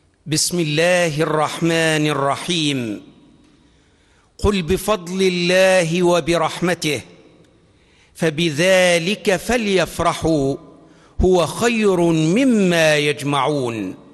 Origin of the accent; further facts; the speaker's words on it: Egypt; ببلادنا الحبيبة مصر